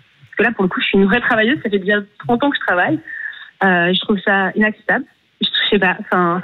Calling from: Paris, Île-de-France, France; J'habite à Paris, je vis dans un HLM

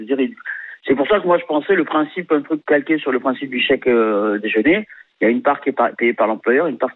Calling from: Montpellier, Occitanie, France; moi, j'habite à Montpellier

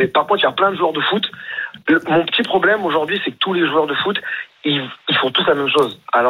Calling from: Paris, Île-de-France, France; Vu que je suis à Paris

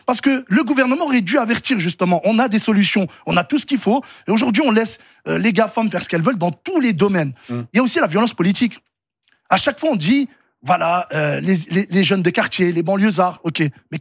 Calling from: Roubaix, Hauts-de-France, France; J'habite à Roubaix, l'une des villes les plus pauvres de France.

